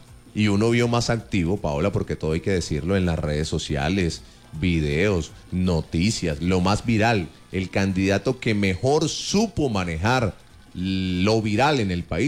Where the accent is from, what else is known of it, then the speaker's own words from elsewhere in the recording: Colombia; Si hay algo que nos une como colombianos